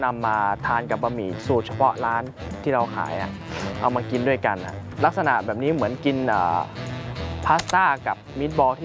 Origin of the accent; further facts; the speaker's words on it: Chiang Mai, Thailand; โดยกำเนิดผมเป็นคนภาคเหนืออยู่แล้วนะครับเป็นคนเชียงใหม่อยู่แล้วพ่อแม่ก็ให้กินอาหารเหนือตลอดโดยตั้งแต่เด็กก็กินอาหารเหนือ